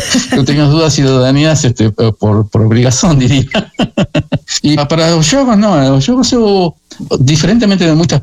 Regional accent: Argentina; now in Brazil; na época que eu me fiz brasileiro, que tomei a nacionalidade brasileira, eu tinha que renunciar à cidadania argentina.

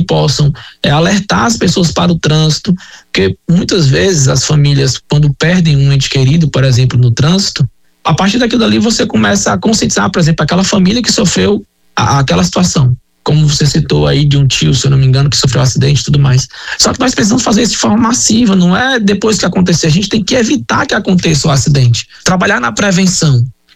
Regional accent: Fortaleza, Ceará, Brazil; Eu vou falar aqui, eu sou natural de Fortaleza, tá?

